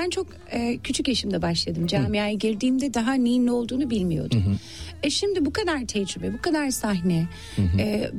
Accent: London, United Kingdom; Halk evlerinde büyüdüm Londra'da.

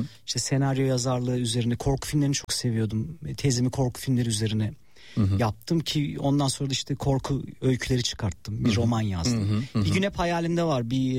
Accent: Şarkışla, Sivas, Turkey; Tabii biz Şarkışlılıyız. Dedemler, anne tarafım hep Ozan.

